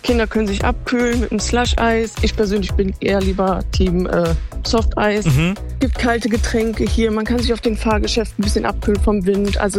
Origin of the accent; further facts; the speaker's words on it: Cologne, North Rhine-Westphalia, Germany; Und wie du schon eben gesagt hast, ich komme aus Köln.